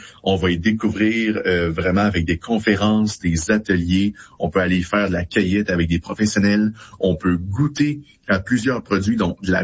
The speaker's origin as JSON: {"language": "French", "town": "Rivière-du-Loup", "region": "Quebec", "country": "Canada", "said": "je suis de Rivière-du-Loup puis j'y vais à chaque année."}